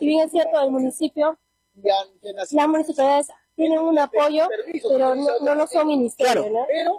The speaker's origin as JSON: {"language": "Spanish", "town": "Villa El Salvador", "region": "Lima", "country": "Peru", "said": "Espero que como Villa Salvadoreños elijamos a un candidato probo, un candidato honesto, un candidato limpio"}